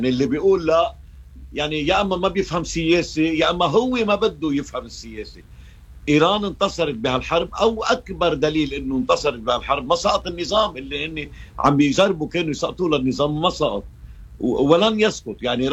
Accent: Lebanon

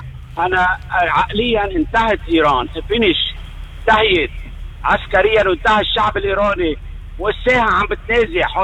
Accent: Lebanon; ببلدنا لبنان

